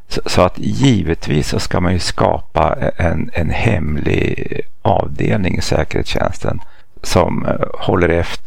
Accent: Sweden; Det funkade på mig till exempel. Fast jag var svensk, det var mina hövdingar.

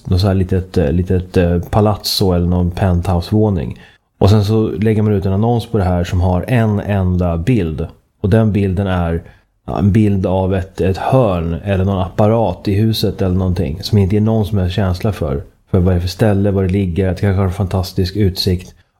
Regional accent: Sweden; now in Malta; Som svensk så blir man chockad när man kommer hit

